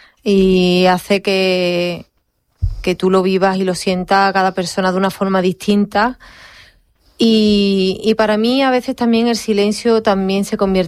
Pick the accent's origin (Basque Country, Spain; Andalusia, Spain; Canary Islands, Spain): Andalusia, Spain; Seville; el hecho de estar en mi tierra con mi familia